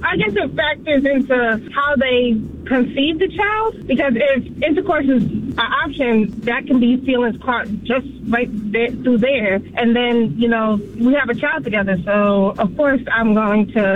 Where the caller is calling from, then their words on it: Durham, North Carolina, United States; from Durham.